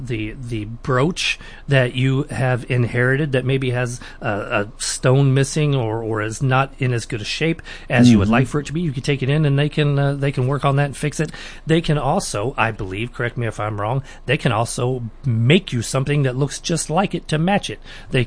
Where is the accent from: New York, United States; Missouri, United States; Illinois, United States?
Missouri, United States; Sedalia; now in Otterville, United States; I grew up in Sedalia and just live outside of Otterville a little bit.